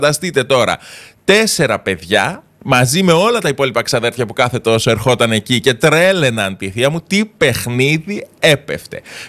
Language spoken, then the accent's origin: Greek; Crete, Greece; όταν ήμουν μικρός εδώ στην Κρήτη.